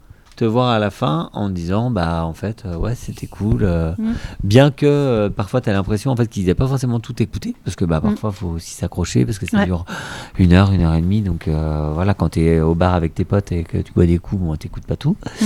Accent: Mayenne, Pays de la Loire, France; quand j'étais gamin, donc j'ai grandi en Mayenne.

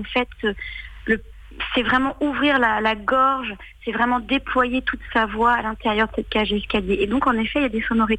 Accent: Challans, Pays de la Loire, France; parce que je suis vendéenne, je suis de Chaland

